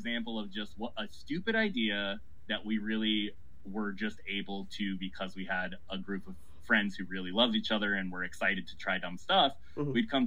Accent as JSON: {"language": "English", "region": "Minnesota", "country": "United States", "tie": "born or raised there", "also_born_or_lived": "Ohio / Chicago", "lives_now": "Portland, United States", "said": "I grew up in the Midwest, like any modern Portlander. And I grew up in Minnesota. Spent most of my like 20s I went to school in Ohio and then lived in Chicago for most of my 20s. So that's definitely where my roots are"}